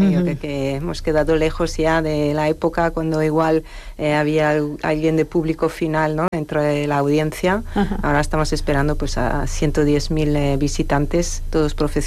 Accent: Grand Est, France; Spanish is a second language; esto ya después de pasar mi infancia finalmente ahí en Alsacia

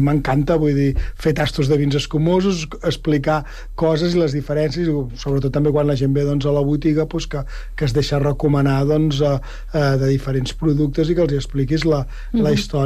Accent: Catalonia, Spain; nosaltres som del Penedès i el Penedès és terra de bombolles

